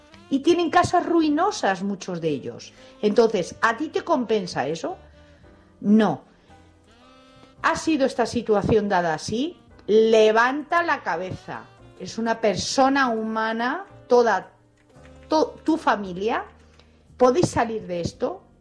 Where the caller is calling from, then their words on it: Madrid, Community of Madrid, Spain; de Madrid.